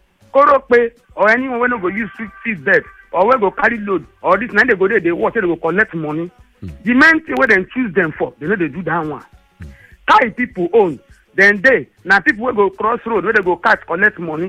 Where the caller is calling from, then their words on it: Orile, Lagos, Nigeria; Good morning … from Orile.